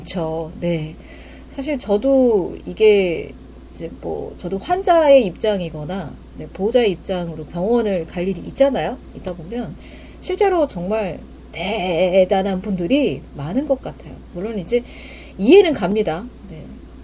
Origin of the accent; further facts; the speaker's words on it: Seoul, South Korea; 저는 그냥 서울이라서